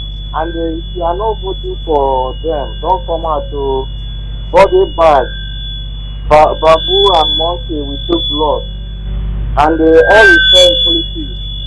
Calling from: Brazil; I'm calling from Brazil.

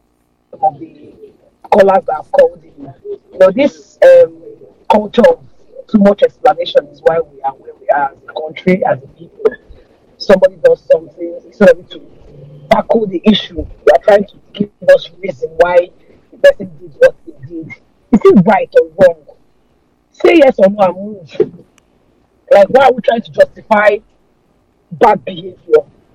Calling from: Satellite Town, Lagos, Nigeria; I'm coming from Satellite Town.

